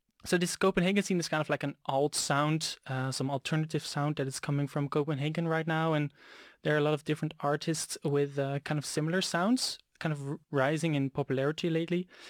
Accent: Netherlands; I'm from the Netherlands and I'm a first-year master design student at HTK Vaarland.

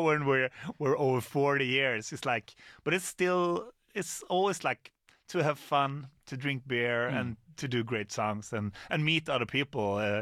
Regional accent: Falköping, Västra Götaland, Sweden; English is a second language; So I'm from Falköping, and Eric, who's the other singer in the band, a guitarist, he's from Skövde.

